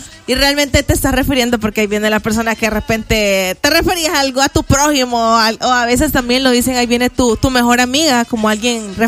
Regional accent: El Salvador; realmente hemos fallado como salvadoreños.

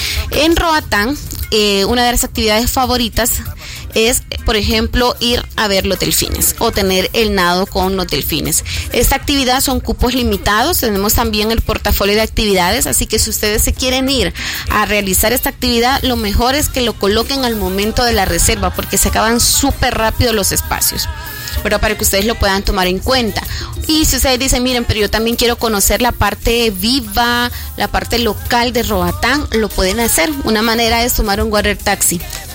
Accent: El Salvador

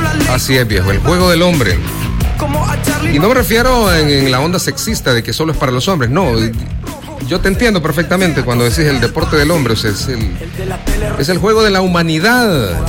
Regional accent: El Salvador; yo al final soy salvadoreño

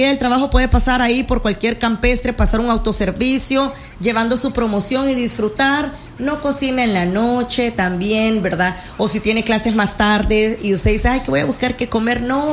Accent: El Salvador; nos hizo sentir orgullosos como salvadoreños.

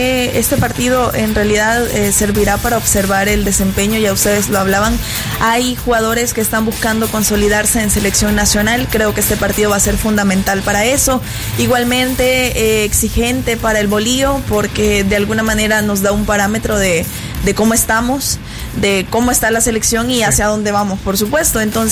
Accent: El Salvador

